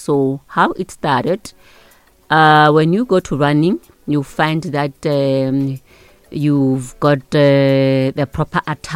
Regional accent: Limpopo, South Africa; I'm from Hamolepo, by the way, Bushira.

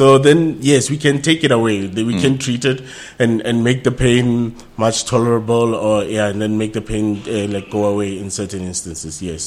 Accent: Gauteng, South Africa; I'm an orthopedic surgeon. Born and bred in the Vaal. Did my MBCHB at Stellenbosch University. After that, came back and worked in the Vaal, did my internship

